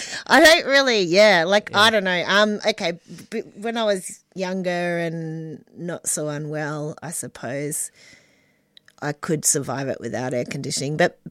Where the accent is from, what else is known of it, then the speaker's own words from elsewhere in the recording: Perth, Western Australia, Australia; now in Victoria, Australia; I grew up rurally in WA, but then by the time I was a teenager, I was living in Perth